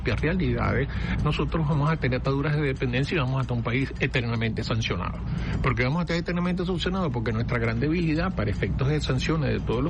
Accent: Venezuela; nosotros los venezolanos

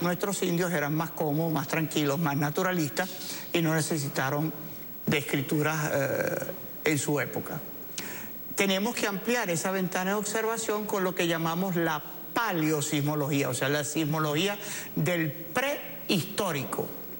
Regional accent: Cumaná, Sucre, Venezuela; mi ciudad natal, es la primera ciudad fundada en Venezuela, es 1515, en la ciudad de Cumaná, es la primera, es por eso se le llama la primogénita del continente, fue la primera ciudad fundada en tierra.

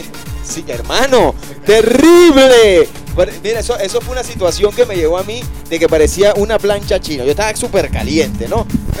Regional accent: Venezuela

